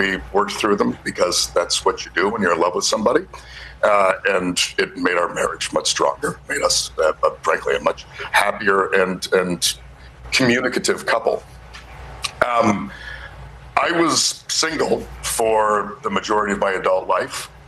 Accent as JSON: {"language": "English", "region": "Maine", "country": "United States", "tie": "born or raised there", "said": "We do not talk about the fact that I know someone in my hometown here who works three jobs and pays over 60% of her monthly income in rent."}